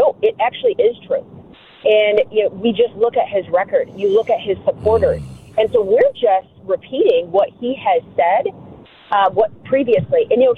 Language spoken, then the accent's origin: English; Michigan, United States; It is about who we are as Americans. It's not just who we are as Michiganders